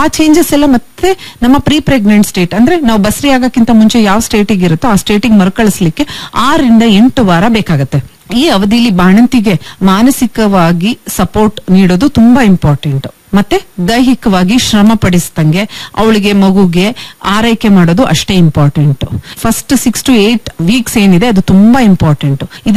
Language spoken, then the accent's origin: Kannada; Karnataka, India